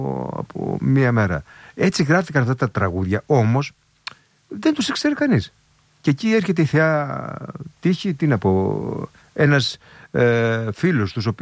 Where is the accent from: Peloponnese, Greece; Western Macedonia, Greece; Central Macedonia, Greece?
Western Macedonia, Greece; Kozani; Στην πατρίδα μου την Κοζάνη υπηρέτησε